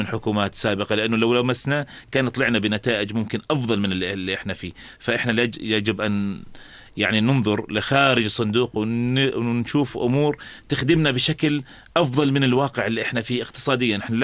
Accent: Jordan; إحنا كمان كأردنيين

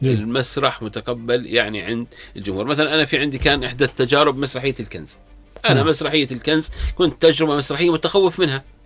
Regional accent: Jordan; الموجود عندنا في الأردن

